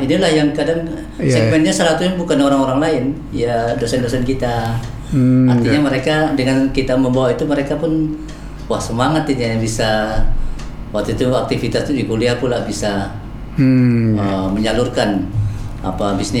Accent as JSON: {"language": "Indonesian", "town": "Bintan", "region": "Riau Islands", "country": "Indonesia", "said": "Tanjung Pinang, ke Bintan ya, saya sebenarnya kan dari Bintan kan."}